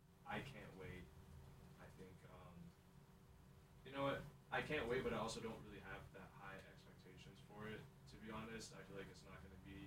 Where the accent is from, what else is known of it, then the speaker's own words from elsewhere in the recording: Berkeley, California, United States; moved away; Tomorrow, I'm going to go back home to Berkeley. I'm from Berkeley.